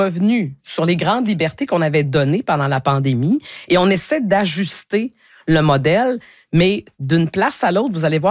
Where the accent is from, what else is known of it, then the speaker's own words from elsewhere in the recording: Canada; chez nous au Canada